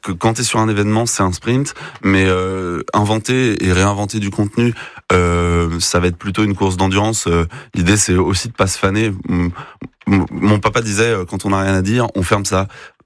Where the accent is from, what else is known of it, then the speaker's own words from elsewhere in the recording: Brittany, France; j'ai eu envie de visiter ma région natale et de mieux la percevoir.